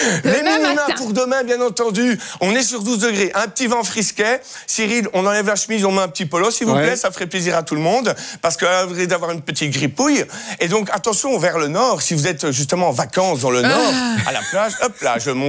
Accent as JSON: {"language": "French", "country": "Belgium", "said": "On est belge, on aime la Belgique"}